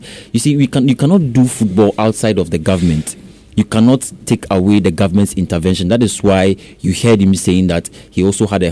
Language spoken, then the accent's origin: English; Ghana